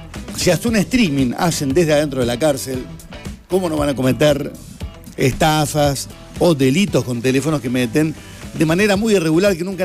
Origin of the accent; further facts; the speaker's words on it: Villa Allende, Córdoba, Argentina; born there; now in Malagueño, Argentina; Soy nacido en Villallende, Córdoba